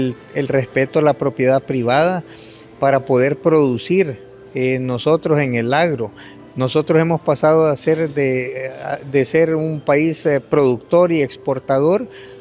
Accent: Honduras; tenemos que ver de qué manera somos más productivos nosotros como hondureños, ¿verdad?

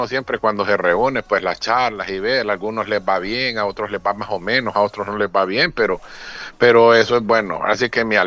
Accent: Honduras; mire, yo soy de Honduras, le digo de Concacaf, de Honduras

